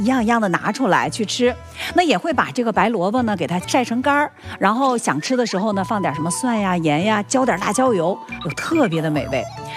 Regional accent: Northeast China, China; 作为东北人

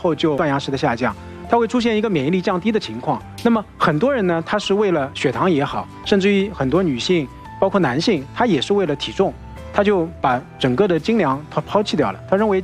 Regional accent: China; 我们中国人的角度

